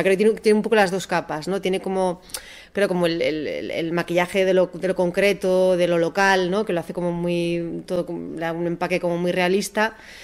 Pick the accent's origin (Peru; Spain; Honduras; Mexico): Spain; Basque Country; Yo soy del País Vasco y es como vasco.